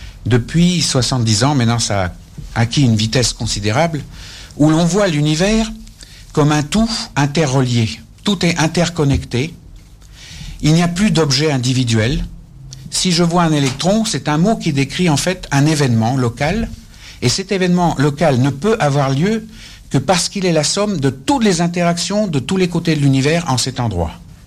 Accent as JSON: {"language": "French", "country": "Russia", "moved": "yes", "lives_now": "United Kingdom", "said": "en tant que russe"}